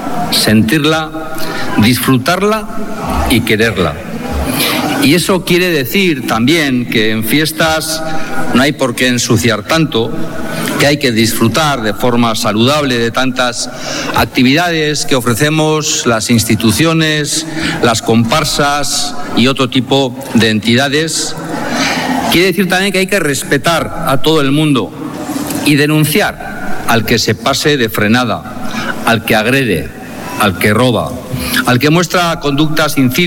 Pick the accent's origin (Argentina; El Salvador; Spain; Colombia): Spain; Bilbao, Basque Country; Última Aztenagusi como alcalde, pero no como bilbaíno.